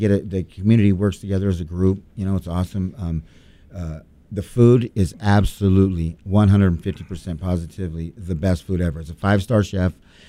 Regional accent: Lake Havasu, Arizona, United States; I'm from Lake Havasu.

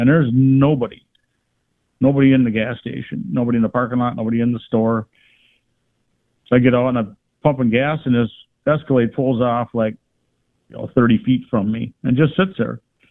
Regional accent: Rockford, Illinois, United States; I'm from Rockford, Illinois, and I've still got family there.

